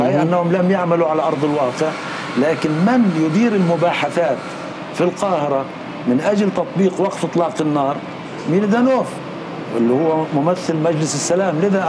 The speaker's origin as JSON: {"language": "Arabic", "country": "Palestine", "said": "إذا ما أردنا كفلسطينيين أن نتوافق"}